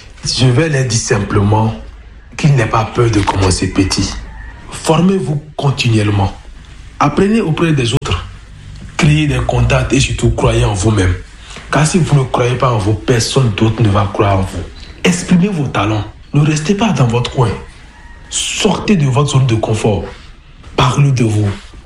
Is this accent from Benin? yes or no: yes; Ouaké, Donga, Benin; chez nous à Waké.